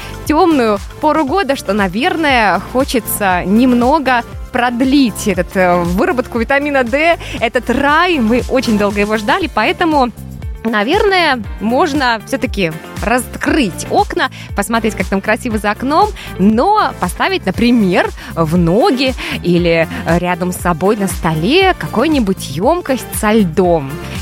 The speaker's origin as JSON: {"language": "Russian", "country": "Belarus", "said": "мы же белорусы"}